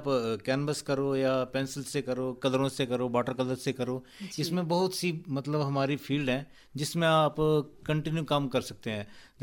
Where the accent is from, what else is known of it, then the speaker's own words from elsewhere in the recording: Kangra, Himachal Pradesh, India; मैं कांगड़ा प्रॉपर बाजार शहर के साथ, मेरा एक छोटा सा गांव है रिलेशन के साथ, वहां से मैं बिलोंग करता हूँ।